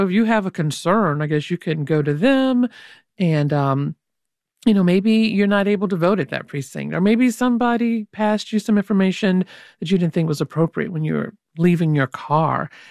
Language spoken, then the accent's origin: English; Tallahassee, Florida, United States; I remember growing up in Tallahassee, Florida, and voting there very early and then moving on to different states.